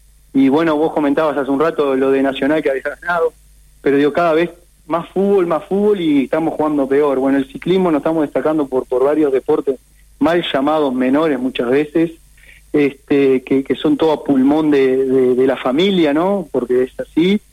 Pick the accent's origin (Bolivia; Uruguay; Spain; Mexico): Uruguay